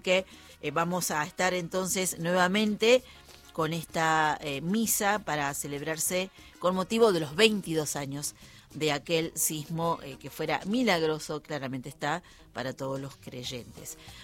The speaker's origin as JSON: {"language": "Spanish", "country": "Argentina"}